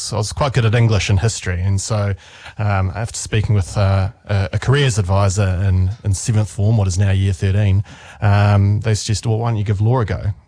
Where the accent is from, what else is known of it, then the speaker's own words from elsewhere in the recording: Christchurch, Canterbury, New Zealand; moved away as an adult; also born or lived in Dunedin; So I grew up in Christchurch originally. And then after high school, I ventured even further south to Dunedin, to Otago University to study law there.